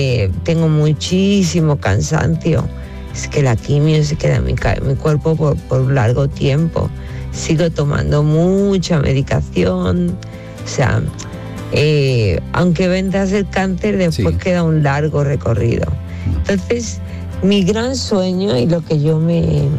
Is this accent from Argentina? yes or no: no; Spain; Digo, no, pues soy española.